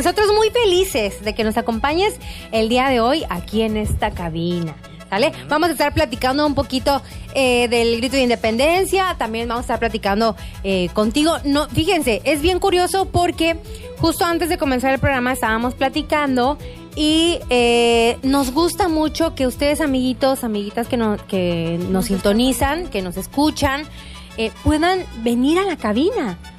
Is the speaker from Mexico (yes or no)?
yes; Mexico; born there; nos sentimos súper orgullosos de haber nacido en este maravilloso país